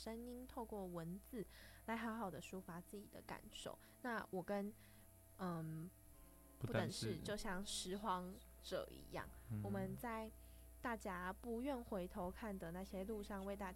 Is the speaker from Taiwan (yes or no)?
yes; Kinmen County, Taiwan; moved away as an adult; 因为我是来自金门，所以我其实来到大学之后发现金门有很多的美是我已经看见，跟很多的价值是我还没有发掘到的